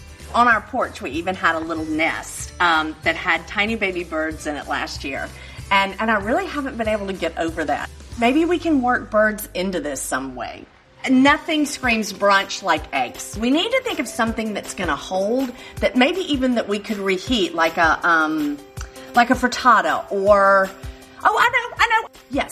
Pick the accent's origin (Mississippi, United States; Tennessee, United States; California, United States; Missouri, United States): Mississippi, United States; Oxford; invited to join me … for an outdoor brunch in my hometown, Oxford, Mississippi.